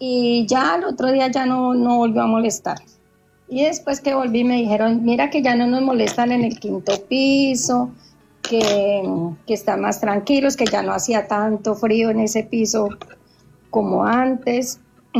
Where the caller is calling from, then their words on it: Villavicencio, Meta, Colombia; yo soy de aquí de Villavicencio